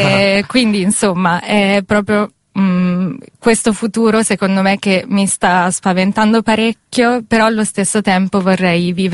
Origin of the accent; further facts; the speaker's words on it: Emilia-Romagna, Italy; Io arrivo dalla provincia di Rimini. Okay. E abito a Bellaria, di fianco al mare